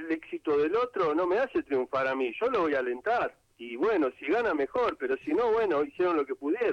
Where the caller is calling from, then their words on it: Avellaneda, Buenos Aires Province, Argentina; De Dock Sur, Avellaneda.